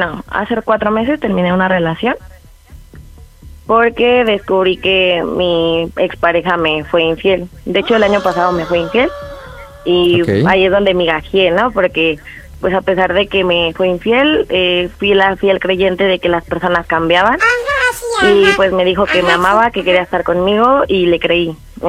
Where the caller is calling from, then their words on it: Venustiano Carranza, Mexico City, Mexico; 31 años y soy de Venustiano Carranza.